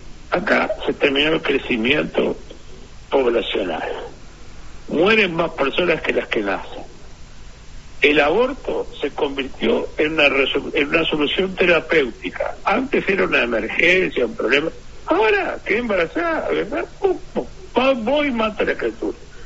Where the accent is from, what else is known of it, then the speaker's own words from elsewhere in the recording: Uruguay; Ahora, cubano, porque bueno, vengo, voy a Uruguay porque no puedo estar más en mi país